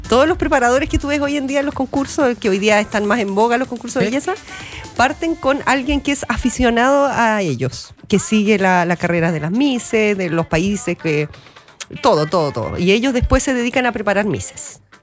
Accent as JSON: {"language": "Spanish", "area": "Chiloé", "region": "Los Lagos", "country": "Chile", "said": "Árabe, de repente. Depende, a veces soy media española. También soy chilota."}